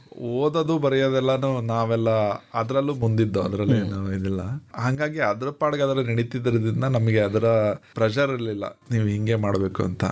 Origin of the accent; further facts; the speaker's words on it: Srirangapatna, Karnataka, India; born there; ಬಾಲ್ಯ, ನಾನು ಹುಟ್ಟಿದ್ದು ಶ್ರೀರಂಗಪಟ್ಟಣ. ನನಗೆ ಅದೊಂಥರ ವಾತಾವರಣನೇ ತುಂಬ ಖುಷಿ ಕೊಡುವಂಥ ಜಾಗ ಅದು ನನಗೆ.